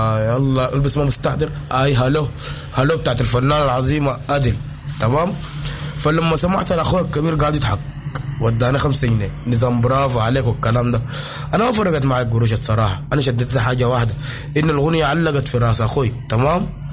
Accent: Sudan; واحنا كسودانيين

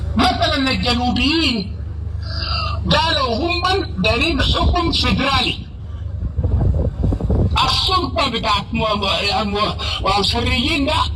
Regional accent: Sudan; نجي كلنا كسودانيين بقطاعاتنا المختلفة بدياراتنا المختلفة بثقافاتنا المختلفة

